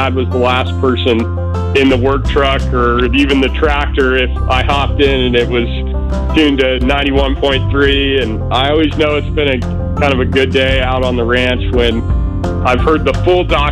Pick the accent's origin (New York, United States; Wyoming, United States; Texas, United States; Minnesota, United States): Wyoming, United States; Bighorn; I grew up on a working cattle ranch in Bighorn, Wyoming.